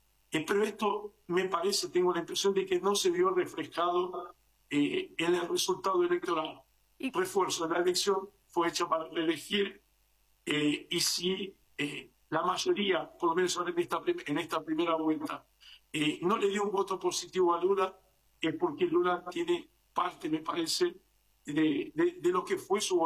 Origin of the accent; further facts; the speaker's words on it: Argentina; now in Brazil; como argentino que soy, a pesar de naturalizado brasileño